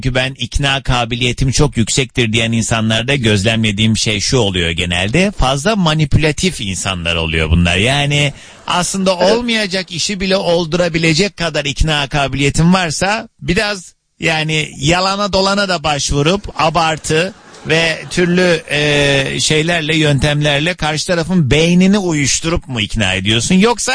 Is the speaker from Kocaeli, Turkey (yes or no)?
no; Kars, Turkey; bir Karslı olarak